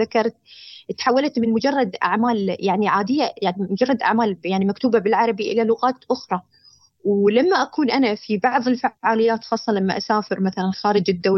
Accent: United Arab Emirates; بالنسبة نحن كمجتمع إماراتي

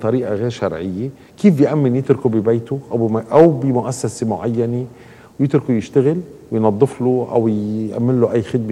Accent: Lebanon; نحن كمواطنين لبنانيين

